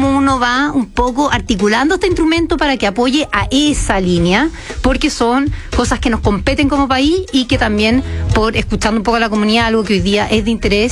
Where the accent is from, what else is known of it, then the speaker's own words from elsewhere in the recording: Chile; cuáles son las habilidades que necesitamos como chilenos para el futuro